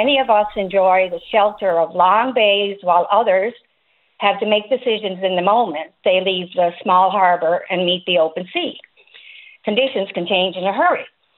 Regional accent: Trepassey, Newfoundland and Labrador, Canada; I grew up in Trepassey. Nobody begrudged a neighbor a feed of fish. That's how we were raised.

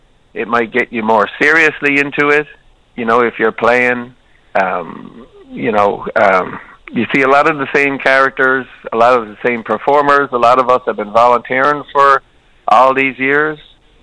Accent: Mount Pearl, Newfoundland and Labrador, Canada; I just assumed, because I grew up in Mount Pearl, I just assumed, because I wasn't in town when the Folk Festival was on the go here.

